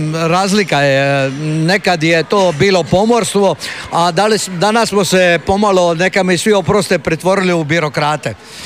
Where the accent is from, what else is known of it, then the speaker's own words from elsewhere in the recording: Betina, Šibenik-Knin County, Croatia; born there; also born or lived in Korčula; ja sam se rodio praktički na škveru pokojnog Urede Branimira, jednog od najvećega, najviše poznatih brodoraditelja u Betini